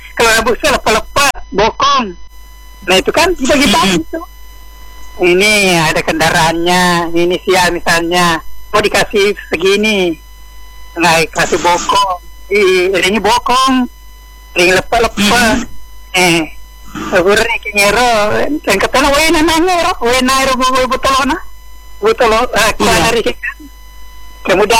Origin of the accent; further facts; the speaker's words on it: Soppeng, South Sulawesi, Indonesia; born there; kalau saya di kampus saya di Sopeng, tempat kelahiran saya, ada namanya Palang di situ Indo City.